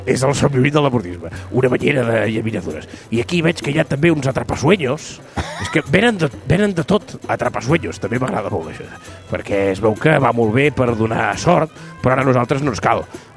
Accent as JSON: {"language": "Catalan", "region": "Catalonia", "country": "Spain", "said": "com que sóc català, que vull regatejar"}